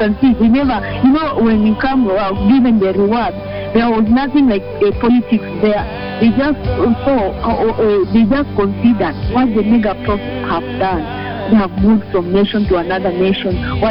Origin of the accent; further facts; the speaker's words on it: Kenya; For me as a Kenyan, I've been rebuked so much.